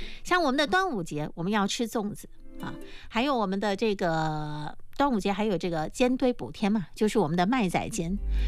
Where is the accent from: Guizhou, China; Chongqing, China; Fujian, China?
Fujian, China; Quanzhou